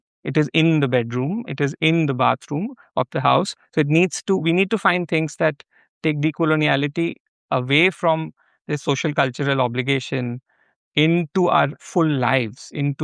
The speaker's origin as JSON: {"language": "English", "country": "India", "tie": "born or raised there", "moved": "as an adult", "lives_now": "Netherlands", "said": "I grew up in India and I was in the Netherlands"}